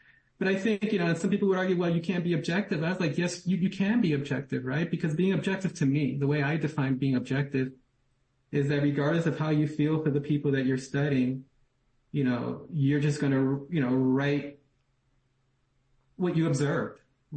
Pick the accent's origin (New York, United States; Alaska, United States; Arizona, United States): New York, United States; New York City; And I was from New York City. I was an outsider.